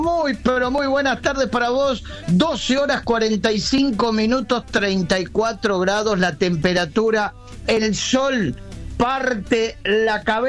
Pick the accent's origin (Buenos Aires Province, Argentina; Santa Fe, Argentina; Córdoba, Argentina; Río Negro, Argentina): Santa Fe, Argentina; Ceres; born there; Ale, querido, yo soy nacido en Ceres, provincia de Santa Fe, límite con Santiago del Estero.